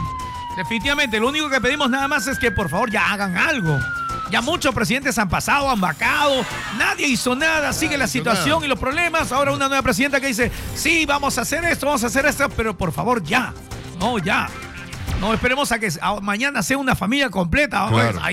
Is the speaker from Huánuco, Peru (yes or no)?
no; Trujillo, La Libertad, Peru; moved away; En Trujillo, que es mi tierra